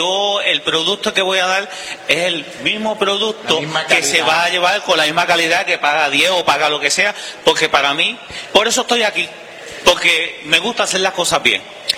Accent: Aguada, Puerto Rico; now in Moca, Puerto Rico; yo soy natural de Aguada

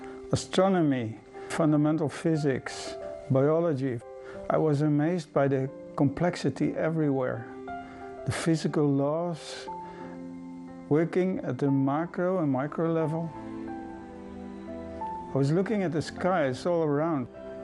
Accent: Netherlands; I'm from Holland, from a Dutch Reformed family.

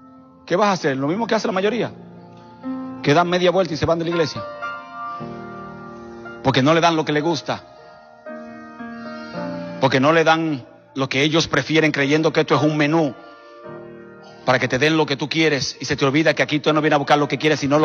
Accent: Dominican Republic; Esa es la generación de donde yo vengo. Mi papá y mi mamá son fundadores de iglesia en el país, en República Dominicana.

